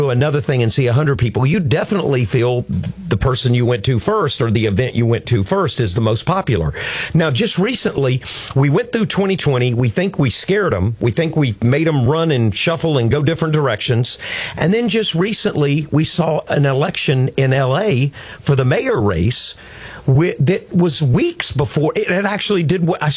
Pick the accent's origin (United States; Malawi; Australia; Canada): United States; Georgia